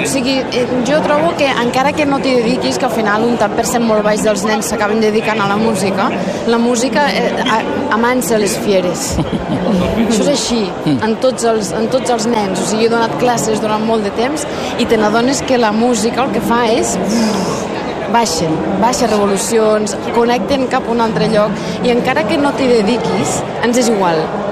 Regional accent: Agramunt, Catalonia, Spain; moved away; Jo soc de Gramunt.

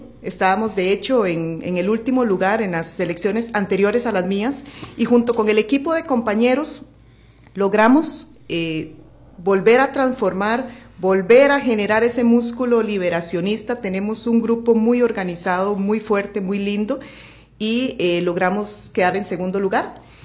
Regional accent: San José, Costa Rica; soy del Cantón de Mora, familia liberacionista toda la vida.

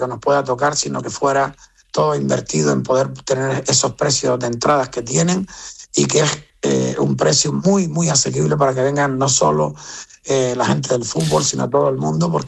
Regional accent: Canary Islands, Spain; sobre todo como Gran Canario, que somos gente de retos

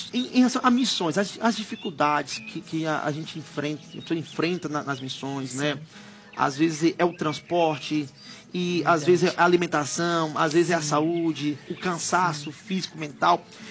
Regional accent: Teresina, Piauí, Brazil; now in São Paulo, Brazil; eu não posso esquecer que eu sou teresinense, piauiense, arretado, cabra da peste

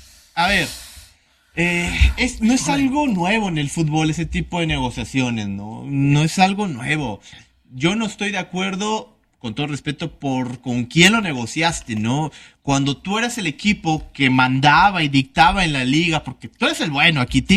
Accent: Monterrey, Nuevo León, Mexico; pero yo también soy regiomontano

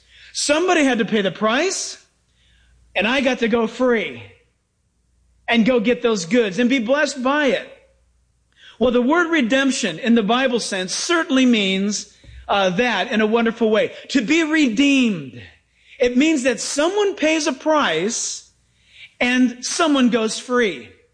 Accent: San Diego, California, United States; also born or lived in Orange County; growing up in San Diego and then in Orange County, I used to get so excited when it was time for my mom to go to the grocery store.

